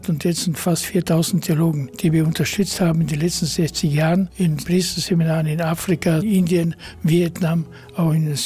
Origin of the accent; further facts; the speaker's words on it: Austria; Er hat mich vorgestellt, ich bin aus Österreich.